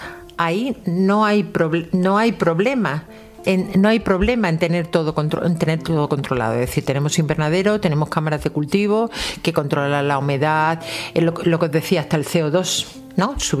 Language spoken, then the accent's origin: Spanish; Melilla, Spain; now in Granada, Spain; yo soy de Melilla también y siempre en casa había muchas plantas suculentas.